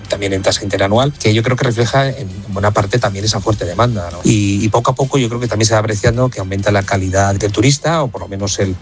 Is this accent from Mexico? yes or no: no; Spain; nuestro país.